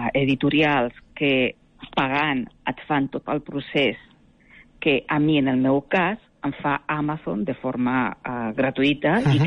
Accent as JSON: {"language": "Catalan", "region": "Catalonia", "country": "Spain", "said": "No, jo sóc del Vallès Oriental."}